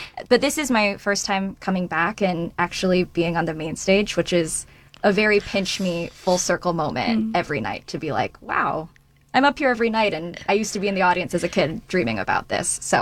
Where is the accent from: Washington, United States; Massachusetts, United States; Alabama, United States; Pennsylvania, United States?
Washington, United States; Seattle; I grew up in Seattle